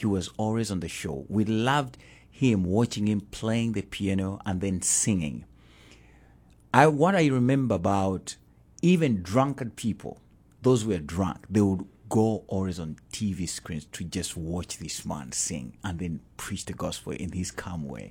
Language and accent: English; Kampala, Central Region, Uganda; I grew up in Kampala, Uganda, in a suburb called Gaba. That's where I come from. It's a village, but now it's a town. It's a beautiful city.